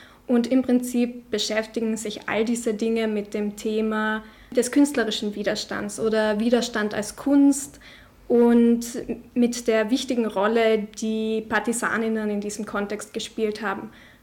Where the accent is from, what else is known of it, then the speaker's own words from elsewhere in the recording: Carinthia, Austria; Ich bin Kärntner Slowenin